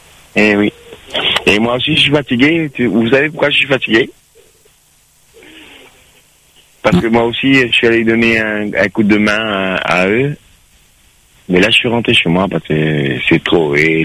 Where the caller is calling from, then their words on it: Bordeaux, Nouvelle-Aquitaine, France; je suis à Bordeaux.